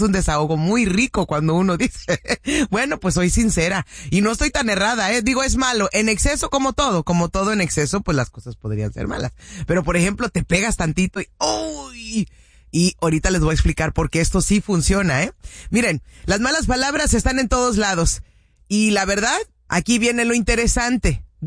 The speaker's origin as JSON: {"language": "Spanish", "town": "Cuernavaca", "region": "Morelos", "country": "Mexico", "said": "Poquito me identifico, soy de Cuernavaca, Morelos, pues casi, soy chilanguita."}